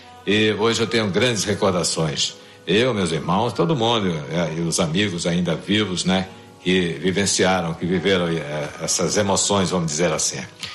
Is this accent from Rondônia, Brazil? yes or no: no; Xapuri, Acre, Brazil; lá em Chapuri, ali a 6 quilômetros, lá onde eu nasci e me criei. A 6 quilômetros de Chapuri, hoje na Estrada da Borracha.